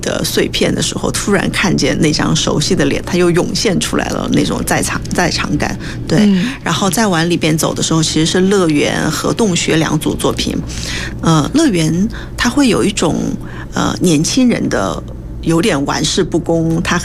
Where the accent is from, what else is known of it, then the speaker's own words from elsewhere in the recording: Yichang, Hubei, China; 我的家乡在三峡，在湖北宜昌，其实我们那边也有很多的就三线工厂